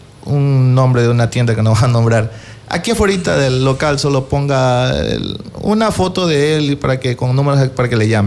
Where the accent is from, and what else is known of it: Ecuador